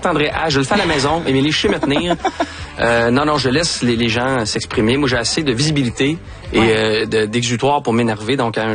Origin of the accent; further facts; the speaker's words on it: Brossard, Quebec, Canada; J'ai grandi donc tout près, oui, du 10-30. À l'époque, c'était un champ de patates.